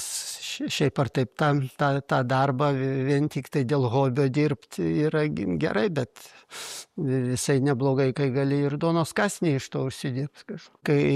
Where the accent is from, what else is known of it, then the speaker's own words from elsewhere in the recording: Vilnius, Vilnius County, Lithuania; now in Trakai, Lithuania; Va, tai mes iš Vilniaus pabėgom ir dabar gyvenam va, čia netoli Trakų.